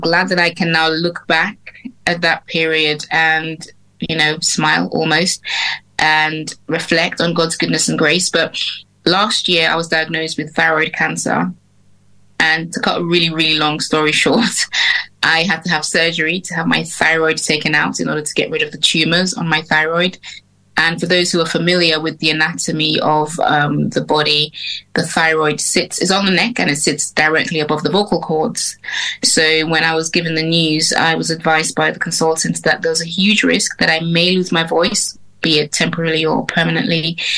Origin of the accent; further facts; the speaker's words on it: United Kingdom; born there; So I'm what I like to call Britgerian, because I'm British Nigerian. I was born in the UK, but of Nigerian heritage.